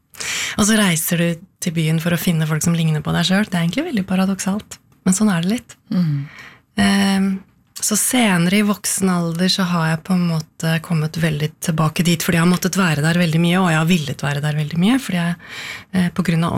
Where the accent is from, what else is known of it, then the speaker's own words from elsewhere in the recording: Koppang, Innlandet, Norway; Ja, jeg har vokst opp på Koppang i Stor-Elvdal kommune. Og det ligger midt mellom, hva skal jeg si da? Midt mellom Elverum og Tynset, i Midt-Østerdalen. Der Glomma renner gjennom